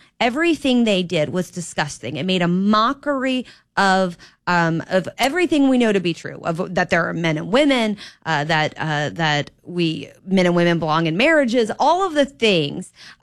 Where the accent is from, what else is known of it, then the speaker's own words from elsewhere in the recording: Florida, United States; at that time I had a condo in Palm Beach County and Florida. I was living in Florida. I'm from Florida.